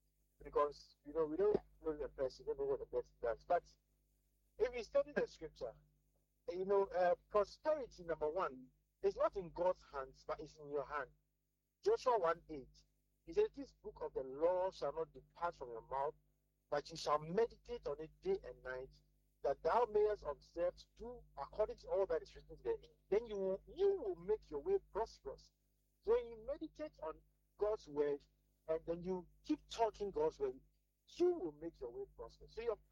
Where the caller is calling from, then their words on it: Tema, Greater Accra, Ghana; calling from Tema.